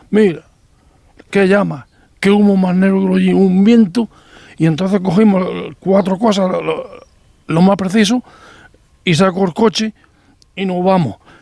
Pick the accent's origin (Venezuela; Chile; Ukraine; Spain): Spain; Sorbas, Andalusia; Yo soy nacido en el río de agua. Yo pertenezco a Sorba.